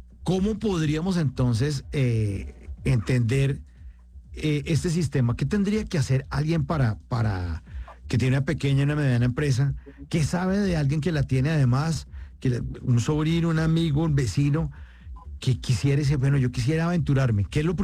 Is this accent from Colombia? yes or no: yes; Colombia; los colombianos somos de los que, no sé, nos entregan un producto y lo armamos sin leer las instrucciones